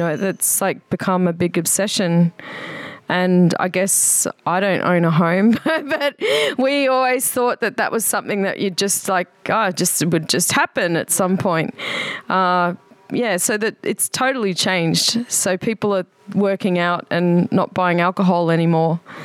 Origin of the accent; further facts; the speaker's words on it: Brisbane, Queensland, Australia; now in Berlin, Germany; I think though I came from Brisbane, which is a very hot place where girls don't wear a lot of clothes. It's a bit like Brazil.